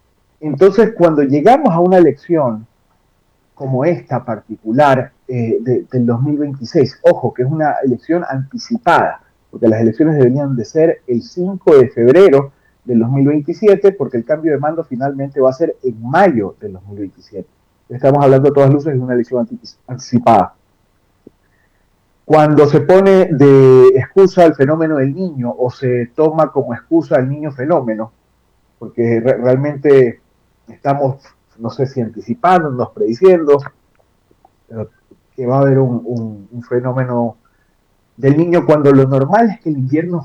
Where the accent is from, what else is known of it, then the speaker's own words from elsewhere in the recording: Ecuador; born there; also born or lived in Chile; yo soy ecuatoriano, nacido en Ecuador y también soy chileno